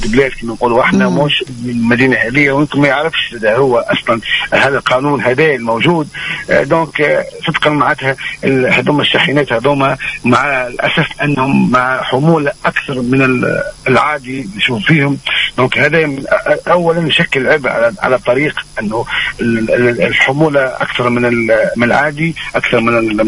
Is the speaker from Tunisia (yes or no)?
yes; Tunisia